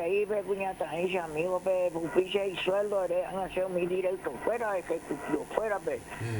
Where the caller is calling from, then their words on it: Paso de Patria, Ñeembucú, Paraguay; estamos unidos en Paso de Patria los colorados